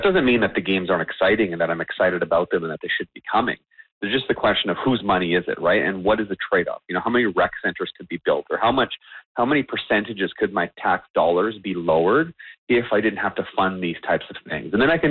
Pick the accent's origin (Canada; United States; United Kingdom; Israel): Canada; British Columbia